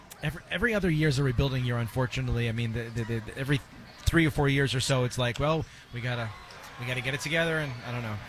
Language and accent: English; Baltimore, Maryland, United States; moved away; Born and raised in Baltimore. You know, I like the joke of people. I say, you know, I'm from Baltimore, like the Colts.